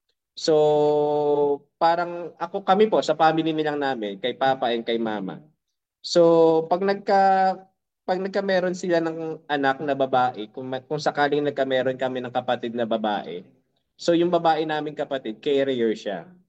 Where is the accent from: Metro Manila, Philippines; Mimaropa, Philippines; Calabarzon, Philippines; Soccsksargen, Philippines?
Mimaropa, Philippines; Pero ako sinacrifice ko yon at umuwi talaga ako ng Mindoro. Dito talaga ako nag-focus.